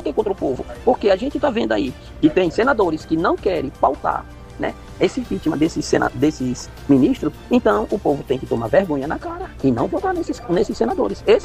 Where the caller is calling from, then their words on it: Brazil